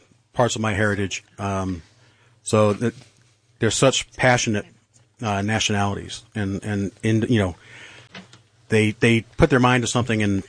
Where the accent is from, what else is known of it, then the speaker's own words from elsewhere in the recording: Akron, Ohio, United States; I'm from Akron originally, yes.